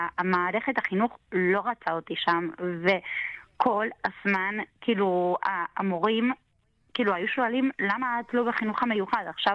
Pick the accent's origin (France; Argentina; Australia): Argentina; Hebrew is a second language; moved away as an adult; now in Israel; אני גדלתי לפני 43 שנה בארגנטינה, להורים במעמד כלכלי מאוד נמוך